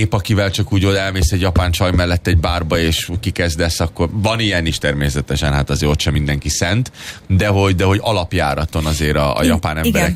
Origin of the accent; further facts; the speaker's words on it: Budapest, Hungary; moved away; hát ugye ott nőttem fel